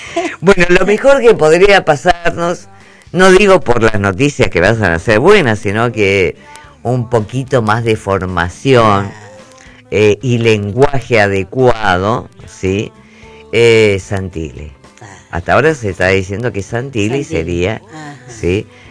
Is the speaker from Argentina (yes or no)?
yes; Argentina